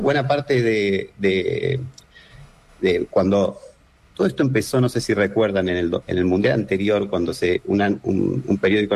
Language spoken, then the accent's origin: Spanish; Argentina; nosotros lo sabemos como argentinos